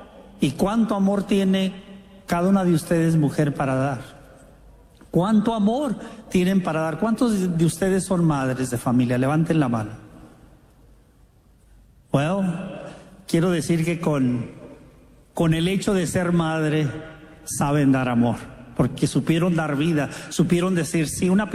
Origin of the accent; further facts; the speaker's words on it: Mexico; como buen mexicano bromista